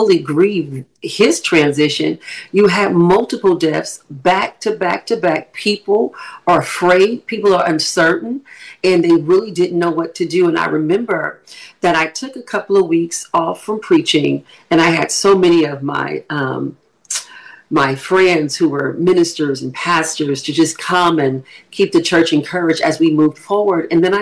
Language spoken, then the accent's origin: English; California, United States; moved away as an adult; now in Ohio, United States; I grew up in California. I don't know Ohio the way he knew Ohio.